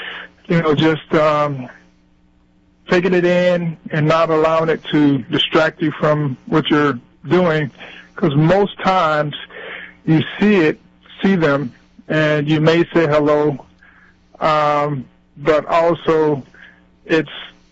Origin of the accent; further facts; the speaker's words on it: Thomasville, Georgia, United States; moved away; I'm from Thomasville, Georgia